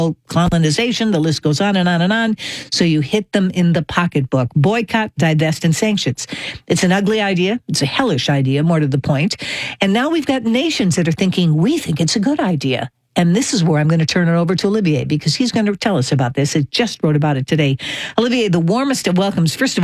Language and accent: English; Mid-Atlantic, United States; accent: mid-Atlantic; I do. I have a mid-Atlantic accent.